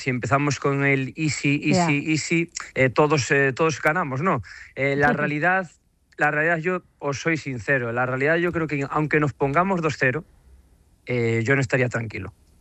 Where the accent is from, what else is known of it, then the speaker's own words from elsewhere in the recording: Galicia, Spain; moved away as an adult; also born or lived in Greece / Udine, Italy; now in Istanbul, Turkey; la vida pues me ha llevado por diferentes países como buen gallego, y estoy ahora aquí por quinta temporada consecutiva en Estambul